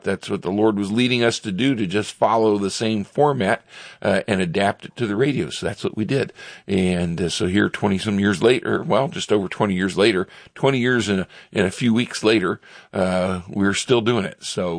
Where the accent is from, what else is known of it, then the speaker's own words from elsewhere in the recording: Richfield, United States; And so when I left the Air Force, I came back to the States, back to my hometown in Richfield